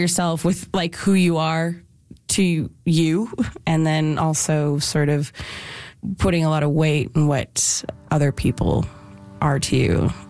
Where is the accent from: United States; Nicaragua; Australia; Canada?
Canada; Calgary, Alberta; I come from Calgary, Alberta